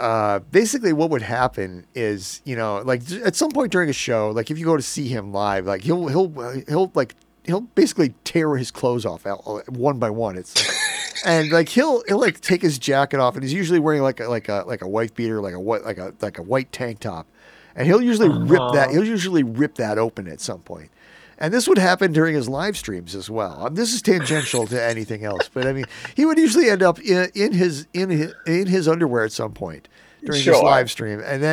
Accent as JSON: {"language": "English", "town": "Binghamton", "region": "New York", "country": "United States", "said": "I told him where I was from. And I said I come up from Binghamton"}